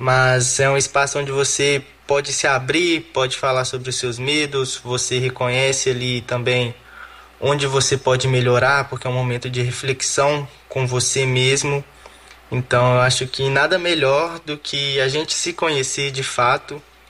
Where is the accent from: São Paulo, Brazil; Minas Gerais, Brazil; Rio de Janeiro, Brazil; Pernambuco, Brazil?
Minas Gerais, Brazil; Belo Horizonte; moved away as an adult; no meu bairro, que é o bairro Serrano, onde eu cresci em Belo Horizonte